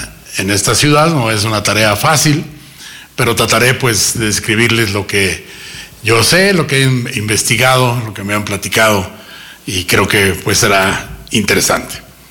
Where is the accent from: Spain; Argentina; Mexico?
Mexico; Zacatecas; Aquí los zacatecanos tenemos una frase que siempre usamos, siempre que vamos a otro lugar o que vamos y nos preguntan de dónde eres, siempre la respuesta de un zacatecano clásico es: no es por nada, pero soy de Zacatecas.